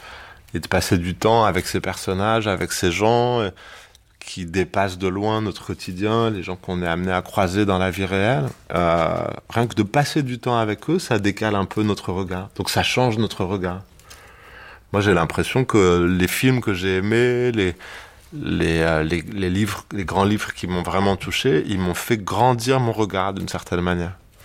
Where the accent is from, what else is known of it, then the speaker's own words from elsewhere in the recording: Ivry-sur-Seine, Île-de-France, France; quand j'étais donc lycéen aux ateliers théâtre d'Ivry-sur-Seine, là où j'ai grandi, on avait travaillé sur Outrage au public